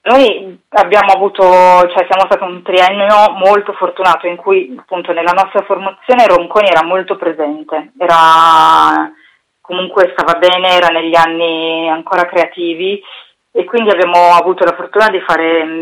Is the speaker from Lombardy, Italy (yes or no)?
yes; Milan, Lombardy, Italy; Io sono cresciuta a Milano.